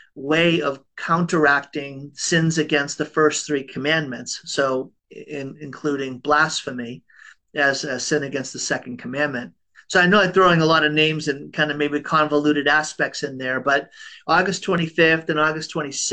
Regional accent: Boston, Massachusetts, United States; yeah, I grew up in Boston, and I think they're called, I don't know if you have this phrase out here, blue laws.

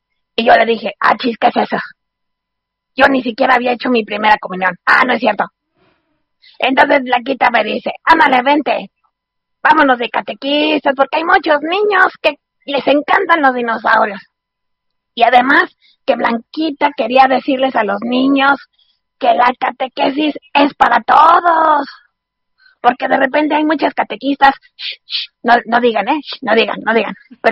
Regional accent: Guadalajara, Jalisco, Mexico

